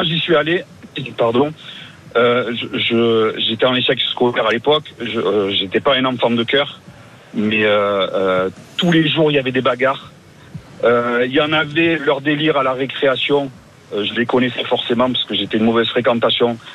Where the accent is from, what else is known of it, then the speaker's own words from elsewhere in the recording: Aubagne, Provence-Alpes-Côte d'Azur, France; moi, je suis né, j'ai grandi à Aubagne